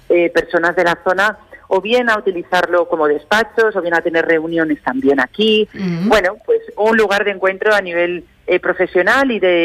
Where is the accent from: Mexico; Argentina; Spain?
Spain; Rillo, Aragon; qué mejor que poder llevarlo a mi pueblo, ¿no? A Rillo, que soy de aquí, pues poder hacerlo aquí.